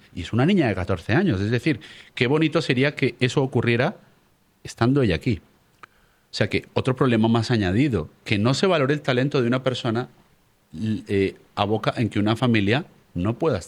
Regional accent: Colombia; moved away as an adult; now in Spain; Yo llevo viviendo 25 años en España, hace 27 que salí de mi país de origen, que es Colombia

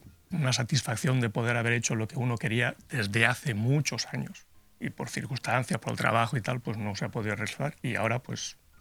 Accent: Spain; lo que hoy en día conocemos como españoles.

